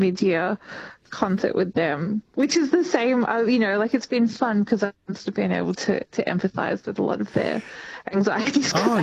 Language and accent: English; St Kilda, Victoria, Australia; Well, I think this has maybe been lost in translation, but I grew up in St Kilda, but I've married someone who is a country boy.